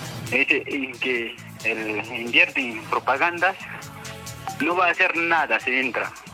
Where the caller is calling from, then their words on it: Calca, Cusco, Peru; Yo estoy llamando de Calca.